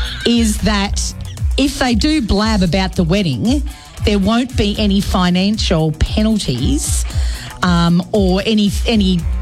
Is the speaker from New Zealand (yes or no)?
yes; New Zealand; Travis, I'm from New Zealand.